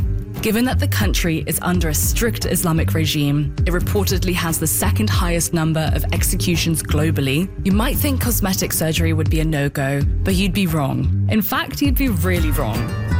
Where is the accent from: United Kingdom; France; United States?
United Kingdom; accent: British; now in Canada; I'm sitting over here in Canada, espousing lofty thoughts in my British accent